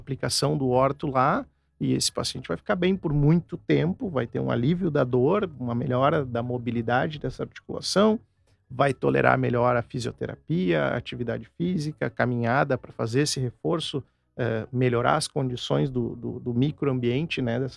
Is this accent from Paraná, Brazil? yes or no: no; Caxias do Sul, Rio Grande do Sul, Brazil; eu sou caxiense de origem, né, eu vivi minha infância e minha adolescência em Caxias do Sul